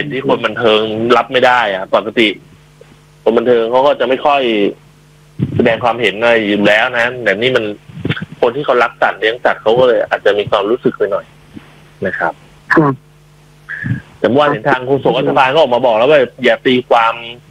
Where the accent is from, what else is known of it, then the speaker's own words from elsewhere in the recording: Chachoengsao, Thailand; born there; ผมเป็นคนเกิดน่าจะเป็นภูมิลำเนาเกิดเลยแหละเกิดที่ฉะเชิงเทราเนี่ยแหละ